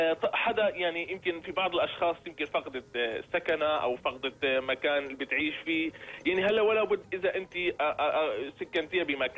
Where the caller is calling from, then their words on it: Syria; نحن يمكن كسوريين